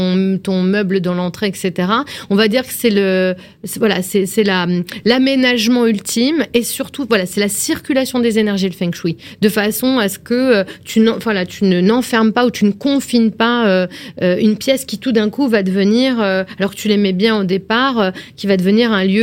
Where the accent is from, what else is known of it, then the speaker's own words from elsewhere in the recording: Dieppe, Normandy, France; born there; je suis née à Dieppe